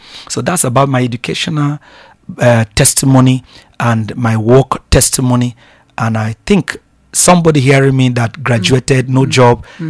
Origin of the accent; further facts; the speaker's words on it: Nigeria; moved away; I said, I'm Nigerian.